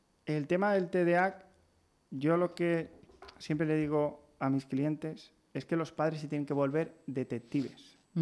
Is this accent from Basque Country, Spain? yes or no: no; Inca, Balearic Islands, Spain; yo soy de Inca, ¿vale? Entonces, yo vivía lo que llamábamos los pisos de chocolate, que es una barriada que está ya a las afueras de Inca